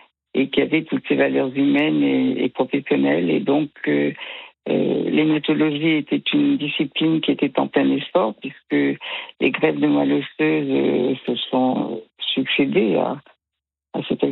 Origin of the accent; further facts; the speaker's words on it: Auvergne-Rhône-Alpes, France; moved away; also born or lived in Île-de-France; On est nés en Auvergne, mes frères et moi, et c'est mon père qui a insisté pour partir en région parisienne, et on a été très tristes de quitter l'Auvergne